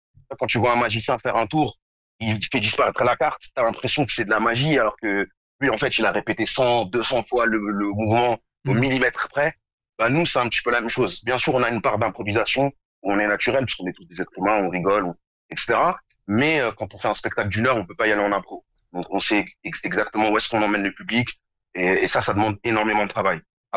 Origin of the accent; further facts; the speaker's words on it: Morocco; parce que moi, je suis marocain, mais je suis aussi noir. Et donc, je vis la double identité à la fois de noir et à la fois de marocain.